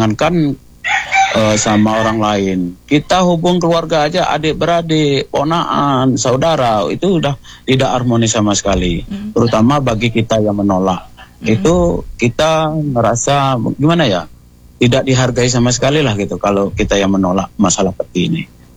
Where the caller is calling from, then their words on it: Indonesia; daerah kami, khususnya daerah kami ini Teluk Langkap